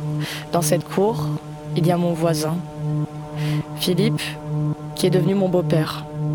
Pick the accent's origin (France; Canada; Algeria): France; Marseille, Provence-Alpes-Côte d'Azur; moved away; J'ai grandi à Belle-de-Mai, à Marseille.